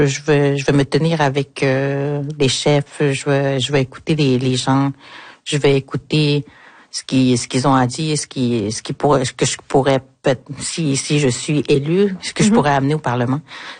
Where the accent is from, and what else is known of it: Natashquan, Quebec, Canada